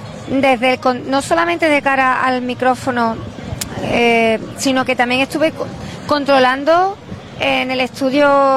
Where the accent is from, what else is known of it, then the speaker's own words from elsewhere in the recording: La Línea de la Concepción, Andalusia, Spain; El orgullo de ser linense.